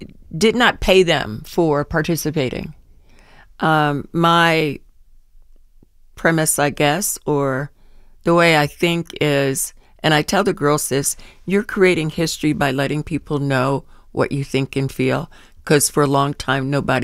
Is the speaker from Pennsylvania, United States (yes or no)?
yes; Philadelphia, Pennsylvania, United States; But it also represents a street song that I grew up with when I was in Philadelphia, when I grew up in Philadelphia.